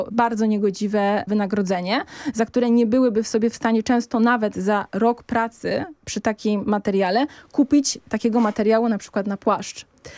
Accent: Silesian Voivodeship, Poland; mimo tego, że moja rodzinna miejscowość, wieś jest oddalona od Bielska, no to w sumie dzisiaj to jest, nie wiem, 30 minut samochodem

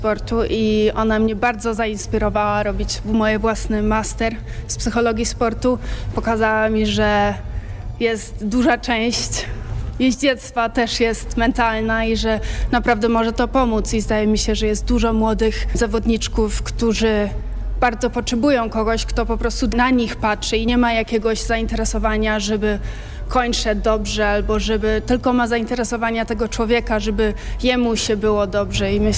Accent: Warsaw, Masovian Voivodeship, Poland; ale zdaje mi się, że przez to, że ja zrobiłam sport jako dziecko w Warszawie albo w Polsce i dla Polski, to chciałabym coś oddać też tutaj

